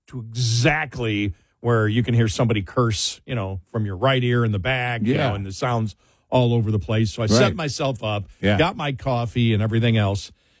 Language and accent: English; Buffalo, New York, United States; I'm from Buffalo, so I never trust any of my teams going to do good luck.